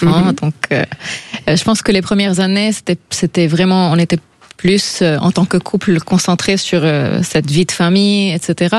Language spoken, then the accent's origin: French; Lebanon; en tant que Libanais aussi, parce que le français, les chansons françaises, la francophonie, ça joue un énorme rôle dans nos vies au Liban